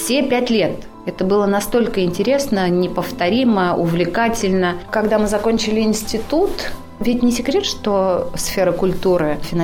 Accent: Dmitriev, Kursk Oblast, Russia; born there; Я родилась в Курской области, маленький городок, который называется Дмитриев.

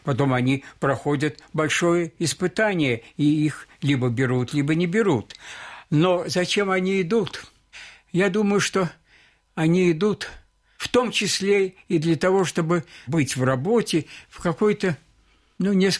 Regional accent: Moscow, Russia; born there; Я родился в Москве

